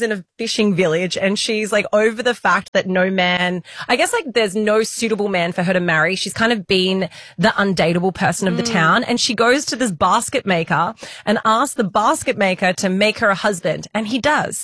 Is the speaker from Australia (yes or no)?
yes; Wollongong, New South Wales, Australia; I say rattan. Yeah, because I'm from Wollongong.